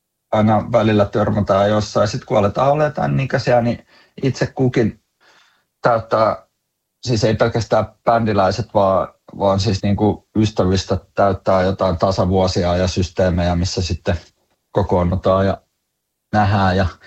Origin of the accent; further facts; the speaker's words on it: Tavastia, Finland; se on jotain semmoista niin kuin hämäläisyyttä, että ei niin jotenkin leuhoteta kotikulmilla